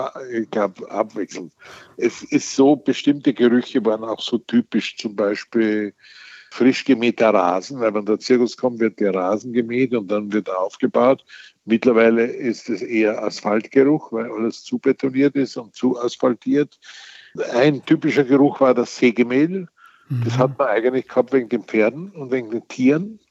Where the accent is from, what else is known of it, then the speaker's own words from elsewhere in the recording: Austria; Ich bin in einem Industriedorf in Österreich aufgewachsen mit zwei Fabriken. Alle diese Leute haben in den zwei Fabriken gearbeitet, 6000 Einwohner, die Hälfte in einer Eisengießerei und die andere Hälfte in der Porzellanfabrik.